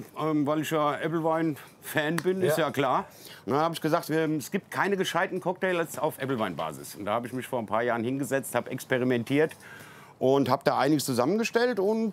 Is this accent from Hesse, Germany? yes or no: yes; Frankfurt, Hesse, Germany; Ich bin Sachsenhäuser.